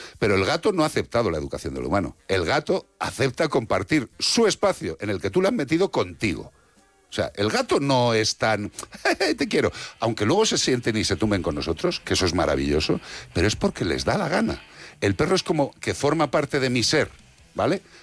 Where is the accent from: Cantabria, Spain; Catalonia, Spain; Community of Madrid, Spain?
Community of Madrid, Spain; Madrid; born there; yo nací en Madrid.